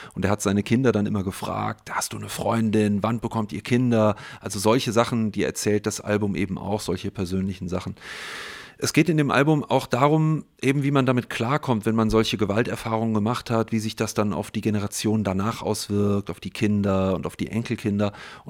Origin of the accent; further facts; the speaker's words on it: Germany; der man sich als Deutscher ja immer mal wieder stellt.